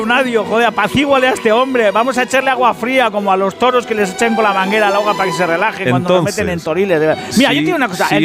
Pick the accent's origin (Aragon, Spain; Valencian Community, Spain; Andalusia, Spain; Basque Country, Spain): Basque Country, Spain; O sea, que yo soy vasco